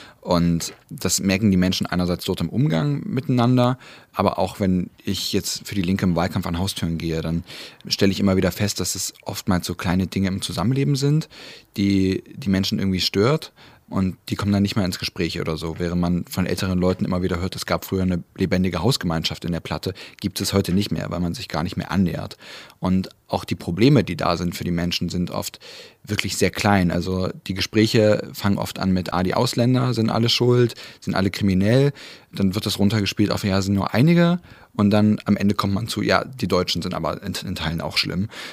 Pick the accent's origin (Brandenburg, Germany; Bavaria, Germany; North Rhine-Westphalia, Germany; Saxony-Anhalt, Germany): Saxony-Anhalt, Germany; Weißenfels; wir nicht mehr sagen, wir sind aus Weißenfels bei Leipzig oder bei Halle, sondern sagen, wir sind aus Weißenfels, weil es da das und das gibt